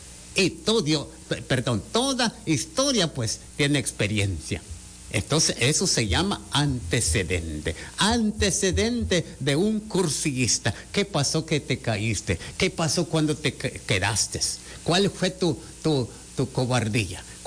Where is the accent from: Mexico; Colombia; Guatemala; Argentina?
Guatemala; Jocotán, Chiquimula; Yo soy de Jocotán.